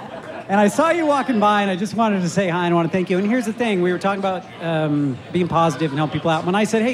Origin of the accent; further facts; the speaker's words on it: Spokane, Washington, United States; moved away; Yeah, I grew up in Spokane